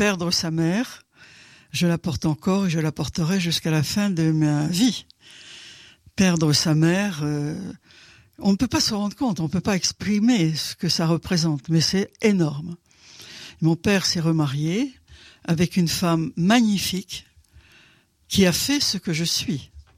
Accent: Centre-Val de Loire, France; born there

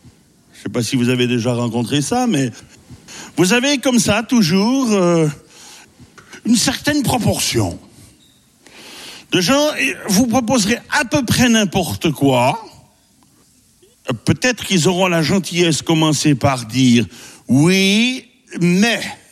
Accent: Switzerland; je suis suisse

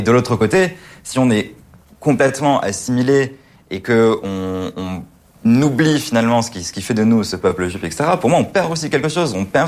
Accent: France

